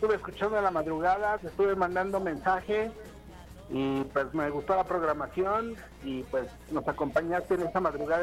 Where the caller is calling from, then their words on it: Tlaxcala, Mexico; En Tlaxcalita la Bella.